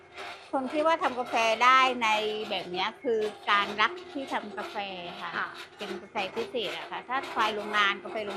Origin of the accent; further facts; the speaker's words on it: Surat Thani, Thailand; now in Ranong, Thailand; เป็นคนสุราษฎร